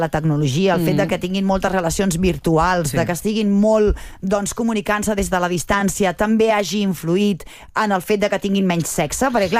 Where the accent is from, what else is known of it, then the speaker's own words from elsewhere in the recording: Barcelona, Catalonia, Spain; Jo que sóc de Barcelona. A Barcelona n'hi havia un fotimer de discoteques de divendres a la tarda.